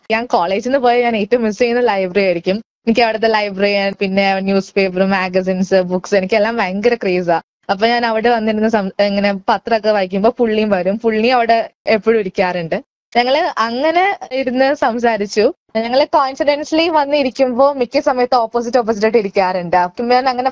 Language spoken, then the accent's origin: Malayalam; Ernakulam, Kerala, India; moved away as an adult; ഞാൻ ജനിച്ചത് വളർന്നല്ല എറണാകുളത്തായിരുന്നു.